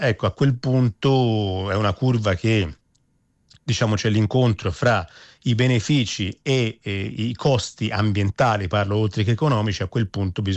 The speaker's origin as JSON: {"language": "Italian", "town": "Florence", "region": "Tuscany", "country": "Italy", "said": "per esempio io appunto sono di Firenze, Firenze sta andando in quella direzione"}